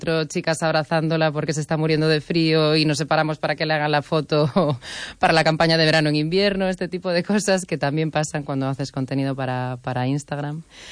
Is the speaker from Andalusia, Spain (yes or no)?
no; Galicia, Spain; now in Madrid, Spain; A mí, cuando me pregunta de dónde soy, siempre digo que soy súper gallega, porque la verdad es que no sé si es por una especie de adicción a mi tierra, pero el acento nunca se termina de marchar